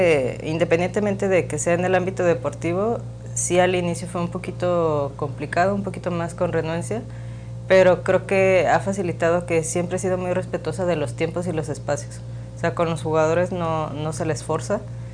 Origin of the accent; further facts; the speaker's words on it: Guadalajara, Jalisco, Mexico; born there; now in Tamaulipas, Mexico; Soy de Guadalajara